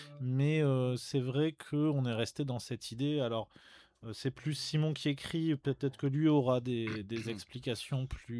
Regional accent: France; Et puis aussi, nous, en tant que Français, ce qu'on appelle country, c'est pas forcément ce que les Américains appellent country.

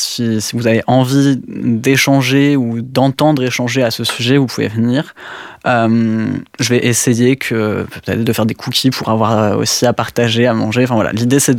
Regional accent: Auvergne-Rhône-Alpes, France; moved away as an adult; also born or lived in Lyon; now in Nord, France; moi, j'ai pas grandi dans le Nord, j'ai grandi dans l'Ain.

